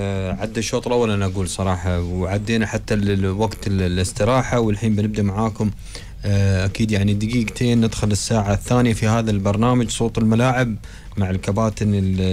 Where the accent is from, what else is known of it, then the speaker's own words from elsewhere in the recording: Iraq; أنا كردي من العراق